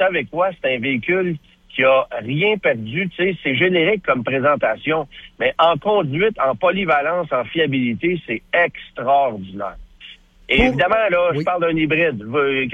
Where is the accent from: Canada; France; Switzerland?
Canada; Quebec; chez nous au Québec